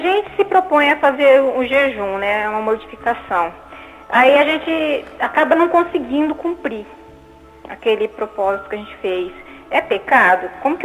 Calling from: Biporã, Paraná, Brazil; De Biporã, aqui, perto de Londrina.

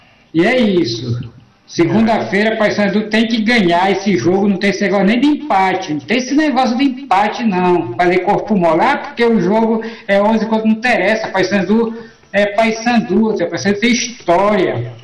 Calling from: Pará, Brazil; bairro de Fátima. Estou aqui no trabalho, no condomínio

